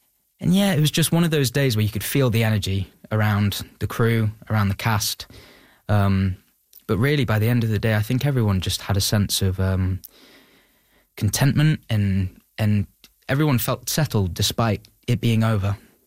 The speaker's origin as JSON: {"language": "English", "town": "Beverly", "region": "Yorkshire and the Humber", "country": "United Kingdom", "tie": "born or raised there", "said": "My hometown. Beverly, we're kind of in between Beverly, Pocklington, York, in Yorkshire."}